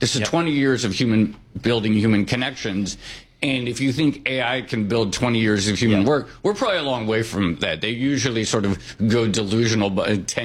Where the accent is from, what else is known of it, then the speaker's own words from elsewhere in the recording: New York, United States; I'm a New Yorker. I've lived here.